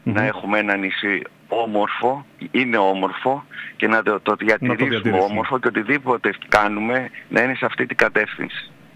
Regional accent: Samos, North Aegean, Greece; Είμαι Σαμιώτης

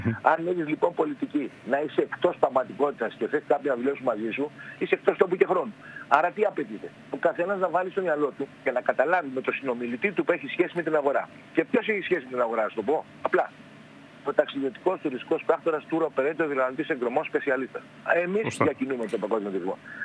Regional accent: Kastellorizo, South Aegean, Greece; Είμαι και εγώ νησιώτης από το Καθελόριζο.

